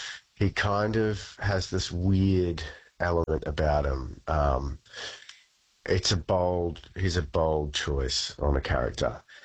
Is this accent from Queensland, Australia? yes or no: yes; Bundaberg, Queensland, Australia; You know, where I grew up in Bundy, and it's a big country town. It's, you know, it's not a city